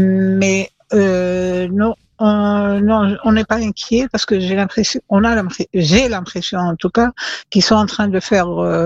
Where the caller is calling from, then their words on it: Jerusalem, Jerusalem District, Israel; J'habite à Jérusalem